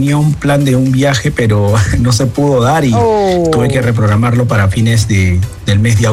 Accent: Peru; Aprovechamos en comer pollito a la brasa.

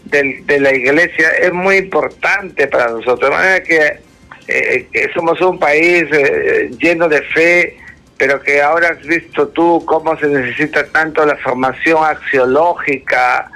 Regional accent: Peru

